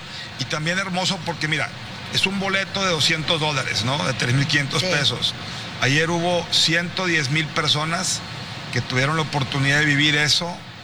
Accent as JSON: {"language": "Spanish", "town": "Monterrey", "region": "Nuevo León", "country": "Mexico", "tie": "born or raised there", "said": "aquí, soy de Monterrey"}